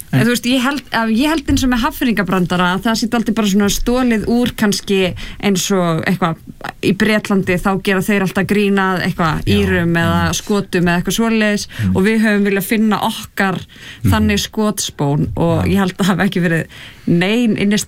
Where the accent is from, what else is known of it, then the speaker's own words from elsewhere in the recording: Hafnarfjörður, Capital Region, Iceland; við erum hvoru úr Hafnarfirði